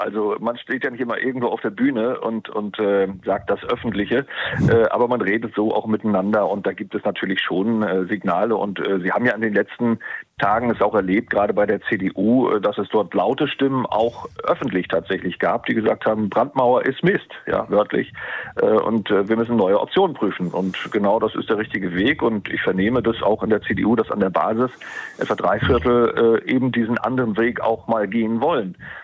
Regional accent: Schwerin, Mecklenburg-Vorpommern, Germany; ich selber dann im direkten Kampf gegen Manuela Schwesig hier in meiner Heimatstadt Schwerin.

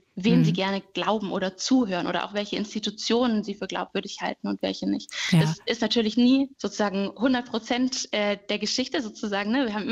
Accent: Stuttgart, Baden-Württemberg, Germany; now in Erfurt, Germany; Also ich komme aus Stuttgart, und als ich nach Erfurt gezogen bin

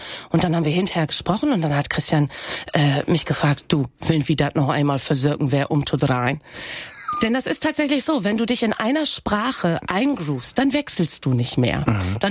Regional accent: Aurich, Lower Saxony, Germany; accent: Aurich Low German; first language Low German; also born or lived in Oldenburg; now in Hamburg, Germany; ich komme aus einem plattdeutschen Haushalt. Mhm. Natürlich, also ich komme aus Ostfriesland. Ja, das Plattdeutsche ist ein anderes.

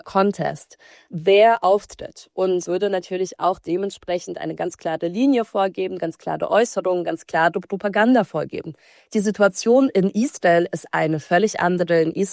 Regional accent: Belarus; moved away

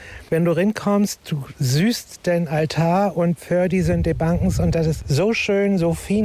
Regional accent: Baumgarten, Germany; Ja, bei uns in Dörp, also da, wo ich herkomme, in Baumgarten, da haben wir so auch so ein Feldstein- und Fachwerkkarg.

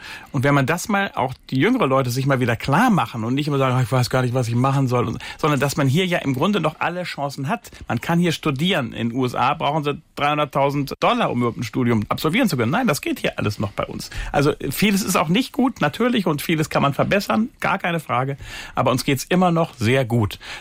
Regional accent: Germany; Ich bin ja auch Deutscher

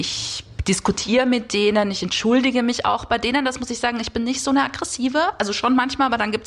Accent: Linz, Upper Austria, Austria; Ich komme aus Linz eigentlich.

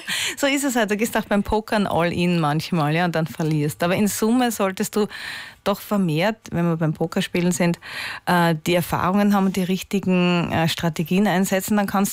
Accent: Austria; Das wusste ich damals als Österreicherin auch nicht.

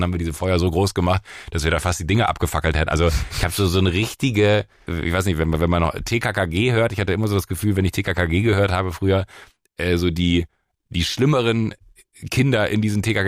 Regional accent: Rhineland, Germany; Also ich bin im Rheinland da groß geworden, ich bin mit dem Fahrrad in irgendwelche Wälder gefahren, wir haben irgendwelche Hütten gebaut

